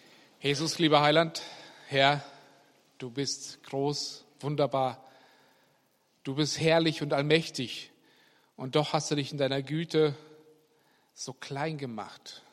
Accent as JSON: {"language": "German", "country": "Germany", "said": "Wir sind ja Deutsche, wir lieben Ordnung."}